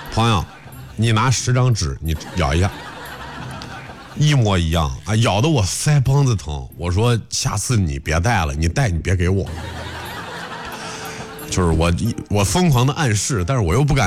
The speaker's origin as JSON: {"language": "Chinese", "region": "Shandong", "country": "China", "said": "再被介绍我是山东人，别人就会问我煎饼卷大葱好吃不？"}